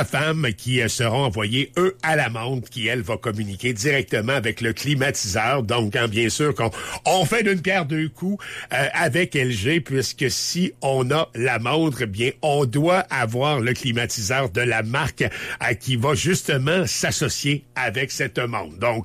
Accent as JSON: {"language": "French", "country": "Canada", "said": "ici, chez nous, au Canada"}